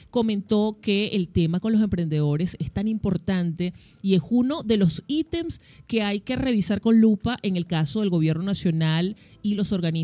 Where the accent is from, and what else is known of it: Venezuela